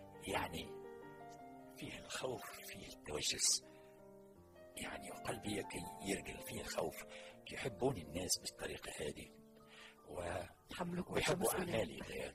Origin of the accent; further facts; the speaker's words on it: Tunisia; احنا عندنا في تونس